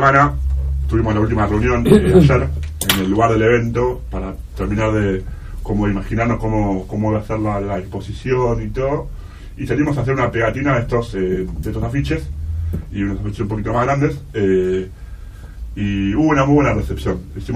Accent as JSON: {"language": "Spanish", "region": "Buenos Aires", "country": "Argentina", "tie": "born or raised there", "also_born_or_lived": "Wilde", "said": "Yo nací circunstancialmente en Wilde, pero toda mi vida vivía en Parque Patricio"}